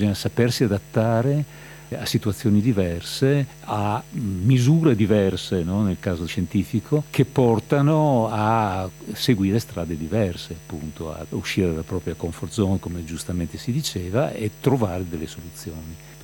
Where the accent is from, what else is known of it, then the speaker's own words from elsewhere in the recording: Trieste, Friuli-Venezia Giulia, Italy; also born or lived in Brazil; io sono, diciamo, di origini triestine, nel senso che sono triestino di per sangue e per formazione. I miei si sono trasferiti nel Brasile nel 48, 1948, la prima ondata di emigrazione post-bellica per quanto riguarda la città di Trieste, e sono tornati nel 59